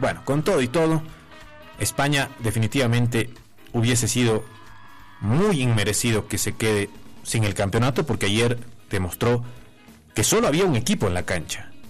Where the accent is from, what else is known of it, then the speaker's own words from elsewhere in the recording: Bolivia; soy boliviano